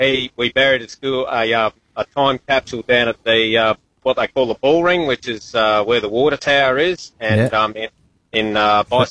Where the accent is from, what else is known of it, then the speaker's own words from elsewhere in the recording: Theodore, Queensland, Australia; born there; now in Dalby, Australia; back in 1988, I was a school captain up at a little place called Theodore up in central Queensland.